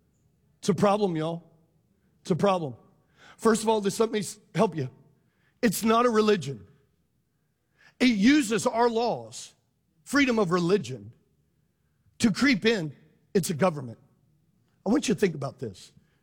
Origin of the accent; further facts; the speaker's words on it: Louisiana, United States; I'm from Louisiana. We're 52 on 50 states on education, y'all.